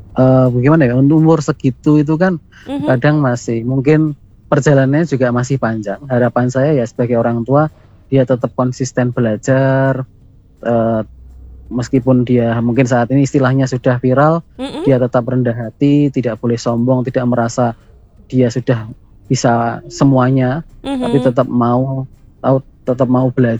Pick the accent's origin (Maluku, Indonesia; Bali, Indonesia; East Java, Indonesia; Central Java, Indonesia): Central Java, Indonesia; Boyolali; Karena saya itu dari Boyolali Utara ke kota, ke pusat kota itu 1,5 jam perjalanan.